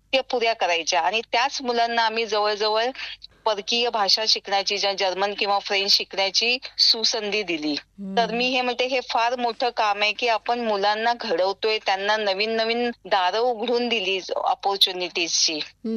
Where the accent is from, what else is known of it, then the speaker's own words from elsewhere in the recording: Mumbai, Maharashtra, India; now in Pune, India; मी मुळची मुंबईची. माझं शालेय शिक्षण आणि कॉलेजचं शिक्षण 12वी पर्यंत मुंबईतच झालं